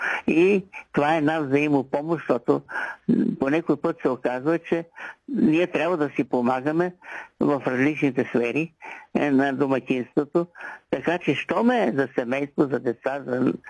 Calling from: Vratsa, Vratsa Province, Bulgaria; съм от Враца.

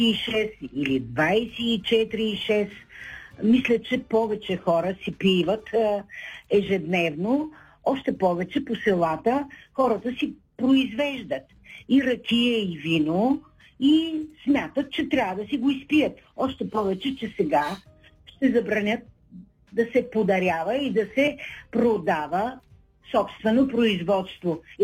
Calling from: Shumen, Shumen Province, Bulgaria; съм от Шумен.

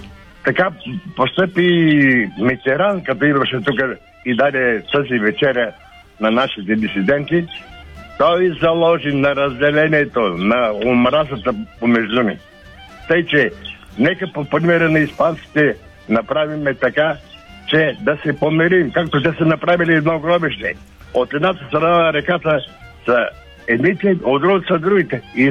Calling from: Sofia, Sofia City, Bulgaria; от София съм.

